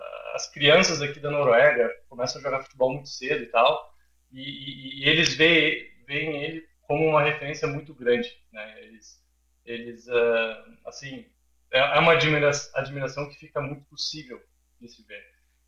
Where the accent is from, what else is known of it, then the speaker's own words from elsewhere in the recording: Brazil; moved away as an adult; now in Oslo, Norway; eu já moro aqui há alguns anos, toda vez que eu conheço um norueguês novo e falo que sou brasileiro